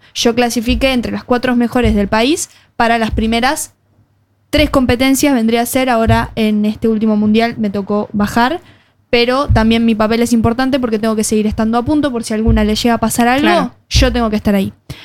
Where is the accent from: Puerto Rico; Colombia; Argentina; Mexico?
Argentina; Luján, Buenos Aires Province; que es de mi pueblo, es de Luján